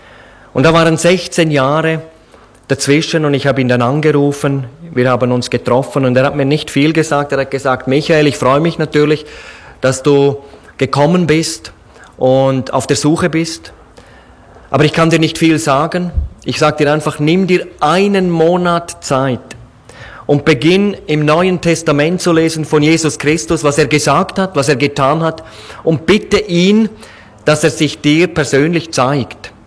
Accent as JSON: {"language": "German", "country": "Switzerland", "said": "Ich möchte auch danken für die Einladung, dass ich als Schweizer hierher kommen durfte."}